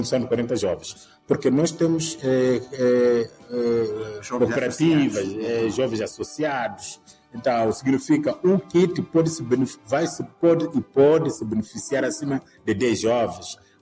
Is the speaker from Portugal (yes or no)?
no; Mozambique